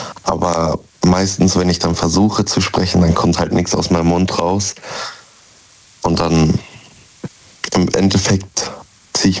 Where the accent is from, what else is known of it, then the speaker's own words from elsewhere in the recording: North Rhine-Westphalia, Germany; Nähe Dortmund.